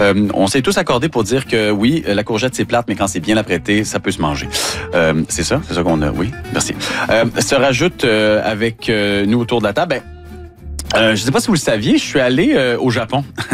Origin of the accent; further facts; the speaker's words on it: Quebec, Canada; je viens du Saguenay-Lac-Saint-Jean, puis bon, j'aimerais ça avoir encore mon passeport